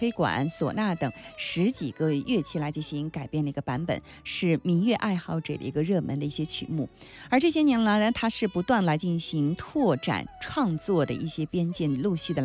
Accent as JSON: {"language": "Chinese", "region": "Shaanxi", "country": "China", "said": "我们陕北方言"}